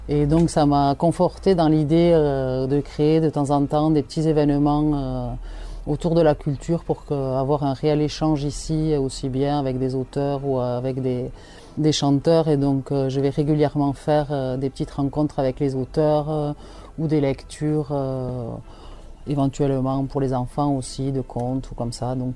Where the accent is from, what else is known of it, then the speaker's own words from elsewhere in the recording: Nouvelle-Aquitaine, France; first language Basque; French is a second language; Pour moi, la langue basque, c'est ma langue maternelle. Les premiers mots que j'ai dit étaient en basque. Je disais d'ailleurs, quand je devais avoir 5 ans, que j'étais trop petite pour parler le français.